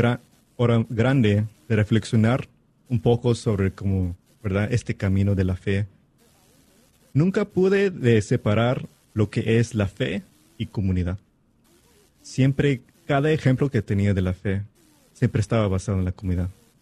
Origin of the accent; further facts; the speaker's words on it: Mesa, Arizona, United States; sé unas palabras en Chuj, pero no mucho. Pero de allá somos. Y pues yo nací en Mesa, Arizona. Y allá también fui a la escuela y todo eso.